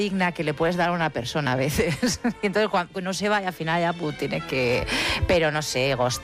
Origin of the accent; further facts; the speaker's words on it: Bilbao, Basque Country, Spain; Yo no me ilusiono, yo soy de Bilbao de centro, yo no me ilusiono con nada.